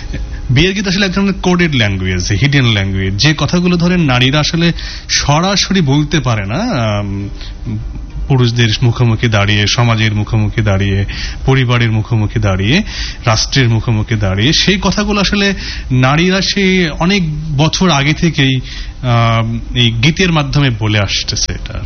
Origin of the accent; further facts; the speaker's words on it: Rajshahi Division, Bangladesh; আমার আসলে শৈশব কৈশোর কেটেছে বগুড়ার একটি গ্রামে। আমার যখন জন্ম এবং শৈশব, সে সময় আমার গ্রামে বিদ্যুৎও ছিল না